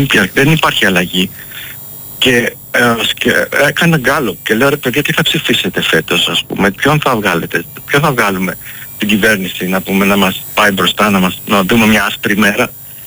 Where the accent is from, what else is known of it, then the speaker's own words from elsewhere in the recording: Greece; moved away as an adult; Γι' αυτό και εγώ ήθελα να φύγω όπως αν μπορούσα από την Ελλάδα. Δυστυχώς το λέω, αφήνω τον τόπο μου, αλλά αφού δεν με σέβεται ο τόπος μου, γιατί να κάτσω.